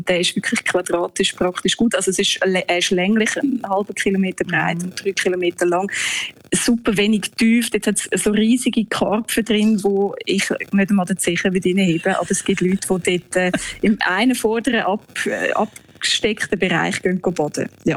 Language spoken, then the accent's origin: German; Zurich, Switzerland; now in Hanover, Germany; Am Zürichsee, ja. Den vermisse ich natürlich schon, gell.